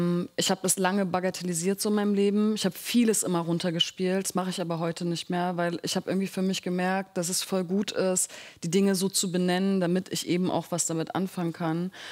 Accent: Berlin, Germany; Also ich komme aus Berlin-Morbid. Das war mal sehr laut, sehr viele Türken, sehr viele Araber im Haus.

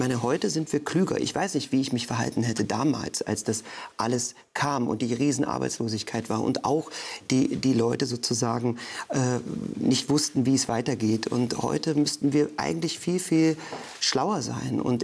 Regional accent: Magdeburg, Saxony-Anhalt, Germany; in einem Plattenbau groß geworden bin in Olvenstedt. Die Magdeburger und Magdeburgerinnen wissen das.

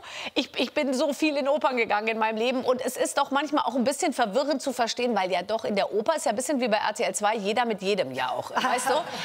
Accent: Munich, Bavaria, Germany; Ich komm ja auch aus München.

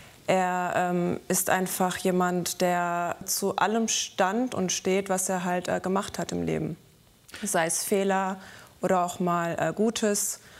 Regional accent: Iran; Also wir kommen aus dem Iran, Jiva ist kurdischer Abstammung, ich bin persischer Abstammung.

